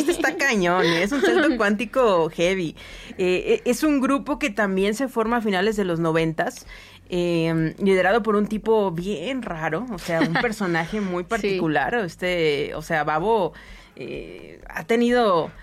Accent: Monterrey, Nuevo León, Mexico; O sea, somos de Monterrey y estábamos en este marco temporal

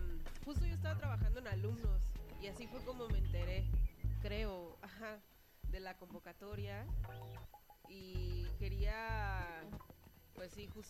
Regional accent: Villahermosa, Tabasco, Mexico; yo soy de Tabasco, crecí en Villahermosa

